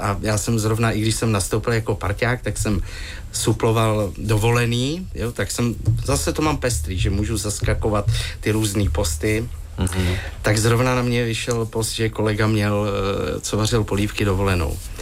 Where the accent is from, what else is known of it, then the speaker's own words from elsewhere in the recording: Prague, Czechia; born there; narodil jsem se v Londýnský kousek vedle.